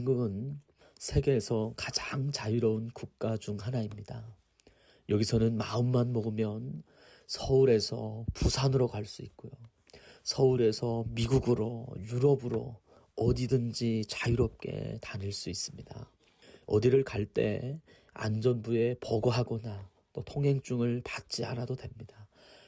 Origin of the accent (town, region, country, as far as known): North Korea; now in South Korea